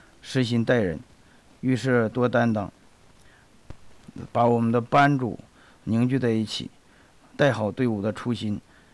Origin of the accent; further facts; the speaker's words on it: Inner Mongolia, China; moved away as an adult; also born or lived in Baotou; now in Ordos, China; 我老家是西安盟的，大学学的机电专业